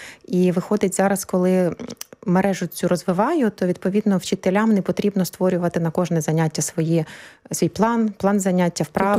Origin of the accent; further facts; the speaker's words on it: Kyiv, Ukraine; moved away as an adult; now in Poland; Я з Києва. Ось, і відповідно, ми вже тут більше 3 років.